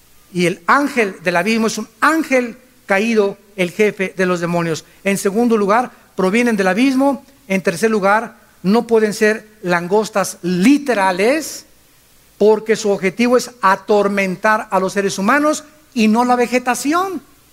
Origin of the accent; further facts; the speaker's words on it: Acapulco, Guerrero, Mexico; moved away; nosotros casi somos de Guerrero, ¿verdad? A los 2 años de nacidos fuimos a vivir a Acapulco. Ahí hicimos la primaria, la secundaria, mis hermanos, mis hermanas, en Acapulco.